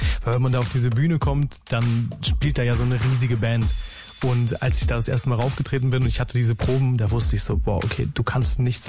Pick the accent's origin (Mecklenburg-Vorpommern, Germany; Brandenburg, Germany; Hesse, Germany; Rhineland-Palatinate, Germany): Mecklenburg-Vorpommern, Germany; Usedom; moved away as an adult; also born or lived in Cologne; now in Berlin, Germany; Ich komme ursprünglich da von der Ostsee, aber ich wohne schon ganz lange in Berlin. Ich komme aus Usedom ursprünglich.